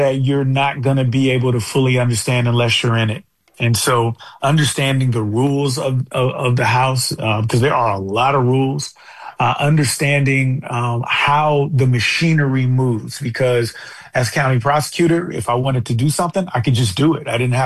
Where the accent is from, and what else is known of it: United States; born or raised there